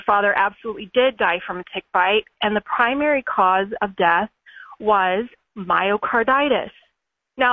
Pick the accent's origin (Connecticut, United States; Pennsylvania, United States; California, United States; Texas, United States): Texas, United States; Dallas; now in Michigan, United States; and we're in Michigan, and we're originally from Dallas, but we're in Michigan now.